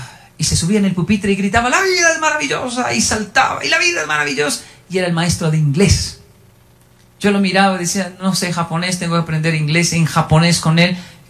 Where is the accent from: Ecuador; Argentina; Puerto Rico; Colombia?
Colombia; also born or lived in Japan; Yo debería ser así, que soy latino, colombiano